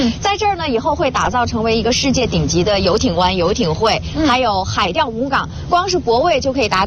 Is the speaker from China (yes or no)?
yes; Dalian, Liaoning, China; 我们大连人的传统就是输了继续再战，赢了大连必胜。